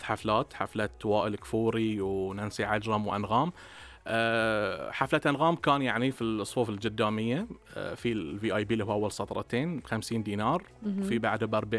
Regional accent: Bahrain

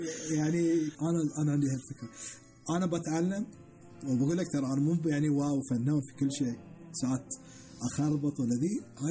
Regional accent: Bahrain; إحنا كبحرينيين نقدر نوصل.

